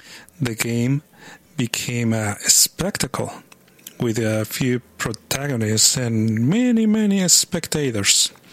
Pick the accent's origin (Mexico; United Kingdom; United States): Mexico; Growing up in Mexico, soccer didn't happen in a stadium. It happened on the street with the neighbor kids.